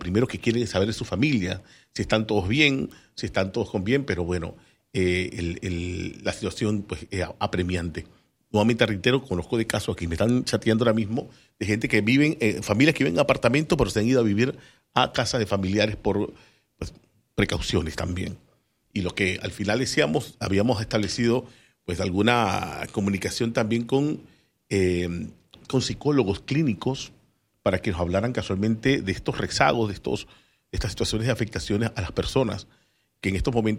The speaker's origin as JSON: {"language": "Spanish", "region": "Coclé", "country": "Panama", "said": "mi tierra bella, Coclé."}